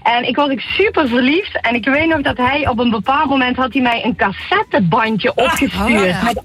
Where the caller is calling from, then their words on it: Belgium; Ik als Belg was daar met mijn ouders op vakantie.